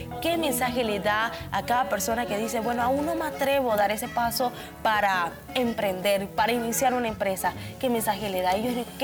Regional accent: Panama; identificarme como panameña.

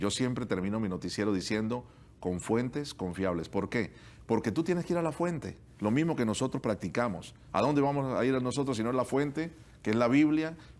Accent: Colombia; En Colombia, soy de Colombia

